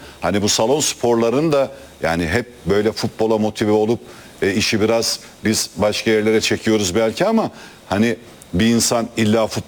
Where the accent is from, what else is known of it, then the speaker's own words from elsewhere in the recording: Torul, Gümüşhane, Turkey; İşte benim memleketim yani, Gümüşhane Torun.